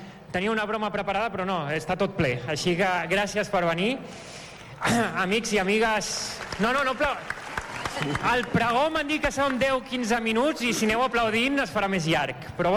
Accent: El Masnou, Catalonia, Spain; born there; also born or lived in United States; now in Badalona, Spain; jo vaig néixer a Masnou, per tant no sóc badaloní de naixement, però sóc badaloní de decisió. Jo vaig viure 12 anys a Estats Units i per mi tornar a casa és tornar a Badalona.

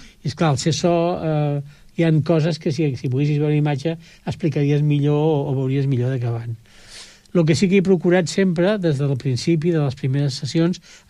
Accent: Barcelona, Catalonia, Spain; moved away as an adult; jo em vaig marxar de Barcelona l'any 74, quan em vaig casar.

